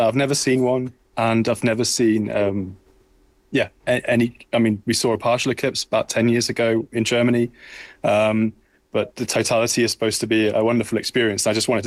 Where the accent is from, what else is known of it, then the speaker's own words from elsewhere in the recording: West Midlands, United Kingdom; where I grew up in Warwickshire